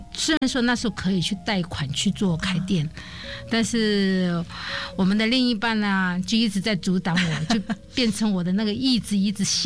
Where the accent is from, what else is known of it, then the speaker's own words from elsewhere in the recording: Hunan, China; now in Taiwan; 因为那时候我们湖南那边讲真的，那时候蛮贫穷的。